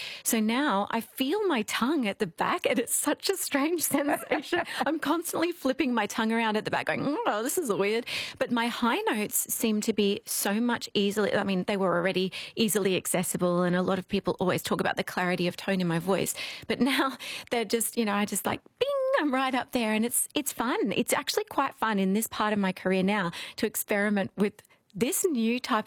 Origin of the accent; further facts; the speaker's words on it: Australia; So when I was touring in Poland as an Australian